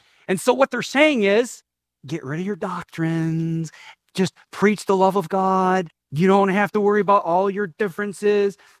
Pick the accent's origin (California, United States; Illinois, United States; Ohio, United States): Ohio, United States; Cleveland; I proudly say I am from Cleveland.